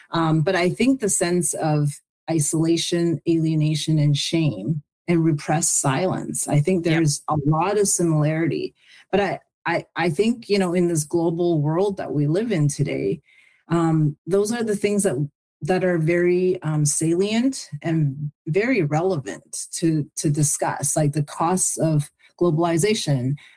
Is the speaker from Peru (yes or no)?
no; Canada; to happen from my growing up in, you know, Canada, and then being like sort of parachuted back into my hometown felt very jarring.